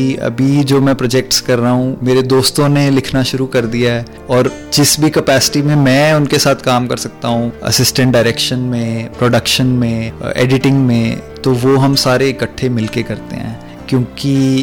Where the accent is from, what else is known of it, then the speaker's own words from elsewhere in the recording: Chandigarh, India; हम तीनों चंडीगढ़ से हैं